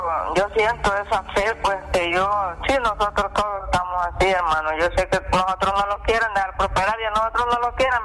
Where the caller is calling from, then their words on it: La Paz, El Salvador; De aquí le hablo, del cantón de la Chotal, San Pedro, más agua en la paz.